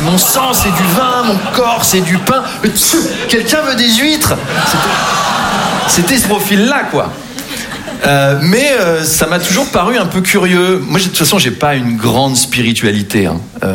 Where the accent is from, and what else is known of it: Versailles, Île-de-France, France; born or raised there